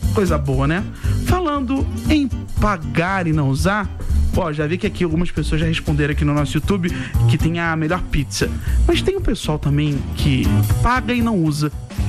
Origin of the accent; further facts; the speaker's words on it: Rio de Janeiro, Brazil; born there; Eu também me reconheço como carioca, eu nasci na Tijuca